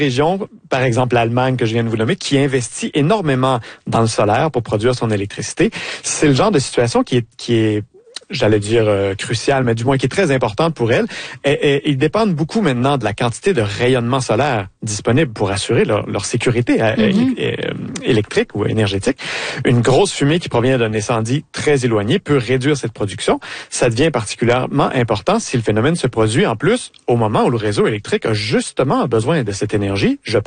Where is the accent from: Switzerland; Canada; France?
Canada; Quebec; Moi, j'ai grandi en Gaspésie, dans la baie des Chaleurs